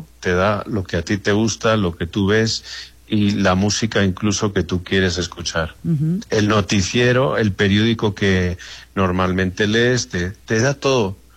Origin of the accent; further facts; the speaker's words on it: Mexico; Y ahora vendrá el día del grito, y todos somos eufóricos y todos somos mexicanos